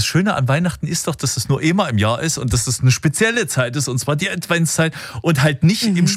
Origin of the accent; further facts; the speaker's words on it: Saxony, Germany; Ich komme aus dem Erzgebirge.